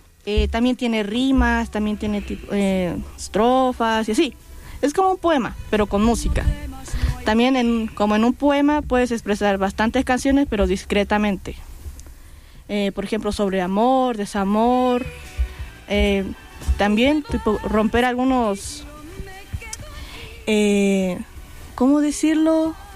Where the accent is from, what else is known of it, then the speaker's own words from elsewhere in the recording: Chile; Yo soy de Chile, aunque mis padres son bolivianos